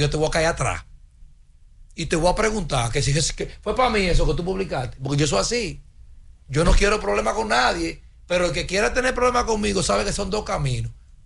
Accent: San Francisco de Macorís, Duarte, Dominican Republic; Yo soy privilegiado de San Francisco de Macorís.

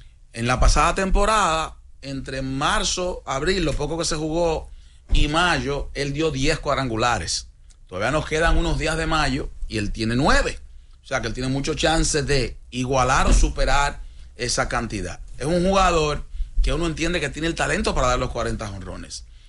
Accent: Dominican Republic; eso somos nosotros los dominicanos.

